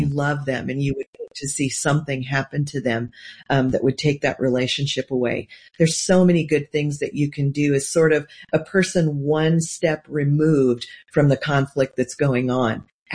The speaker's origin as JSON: {"language": "English", "region": "Nebraska", "country": "United States", "tie": "born or raised there", "said": "Well, I grew up in Nebraska, and we have no professional sports teams there, and so you get to pick what you like."}